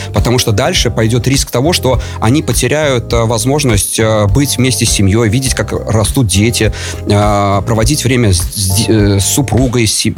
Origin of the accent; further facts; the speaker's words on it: Latgale, Latvia; я сам из Латгалии